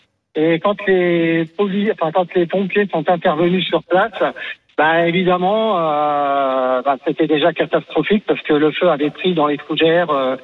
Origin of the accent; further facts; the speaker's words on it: Barbizon, Île-de-France, France; je suis natif de Barbizon, un super village.